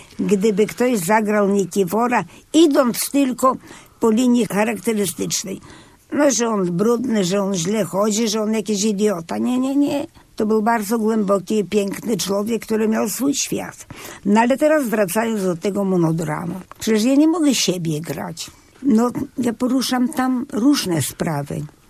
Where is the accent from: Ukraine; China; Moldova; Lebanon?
Ukraine; Lviv, Lviv Oblast; ja właśnie to mam, co mają Lwowiaki, co mają ludzie wschodu.